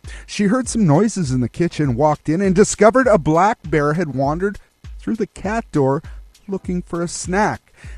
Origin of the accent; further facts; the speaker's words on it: Canada; I am so Canadian